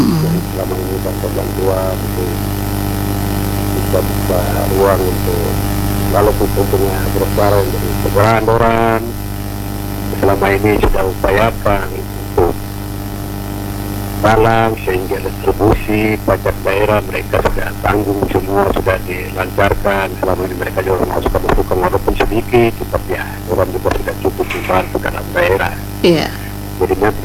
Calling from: Papua, Indonesia

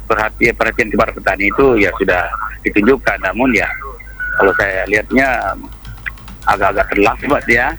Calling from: Pinrang, South Sulawesi, Indonesia; di daerah saya ini di Kecamatan Lembah

